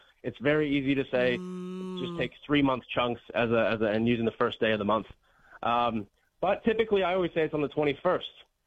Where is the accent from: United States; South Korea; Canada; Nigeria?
Canada; now in Australia; as you can maybe tell from my accent, some people can hear my voice probably or know me. I am from Canada, from the Northern Hemisphere